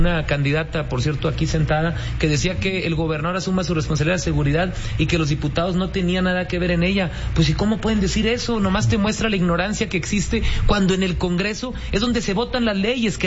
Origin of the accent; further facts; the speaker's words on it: Coahuila, Mexico; somos los coahuilenses